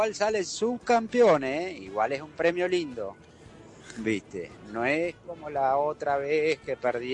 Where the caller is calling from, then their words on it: Goyena, Buenos Aires, Argentina; camionero de Goyena.